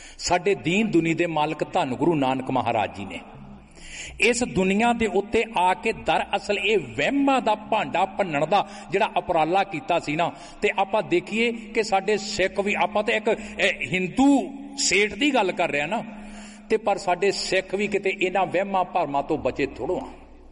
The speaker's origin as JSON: {"language": "Punjabi", "region": "Punjab", "country": "India", "tie": "born or raised there"}